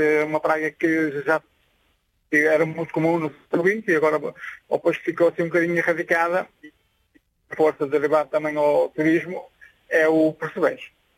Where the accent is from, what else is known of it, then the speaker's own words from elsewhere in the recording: Vila Nova de Gaia, Porto, Portugal; Eu, Vila Nova de Gaia, Canelas.